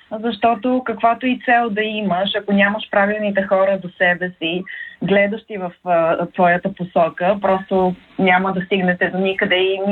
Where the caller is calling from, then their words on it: Sofia, Sofia City, Bulgaria; съм от София